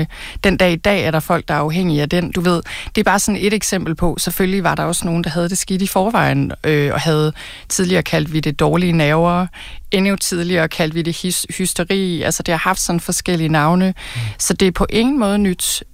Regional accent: North Denmark Region, Denmark; dengang, jeg voksede op i Thy, og det var der i hvert fald heller ikke på de kanter.

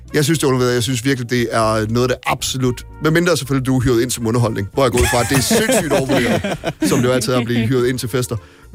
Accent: Central Denmark Region, Denmark; som midtjyde føler man, at det er der sådan noget.

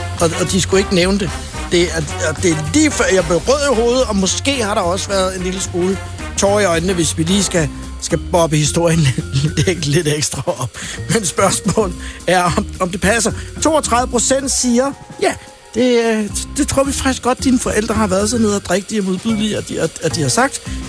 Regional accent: Virum, Capital Region of Denmark, Denmark; derhjemme på Kaplervej 74 i Virum, mit barndomshjem

